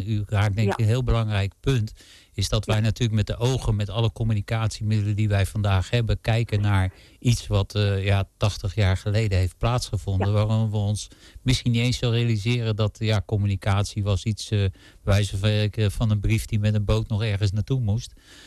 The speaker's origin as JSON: {"language": "Dutch", "town": "The Hague", "region": "South Holland", "country": "Netherlands", "tie": "born or raised there", "said": "ik ben opgegroeid in Den Haag"}